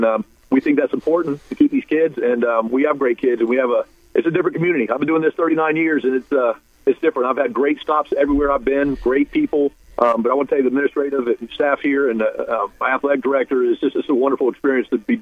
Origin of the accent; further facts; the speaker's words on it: Pine Hills, Florida, United States; And, you know, I grew up in Pine Hills. It was a great community, and it was just different then, too.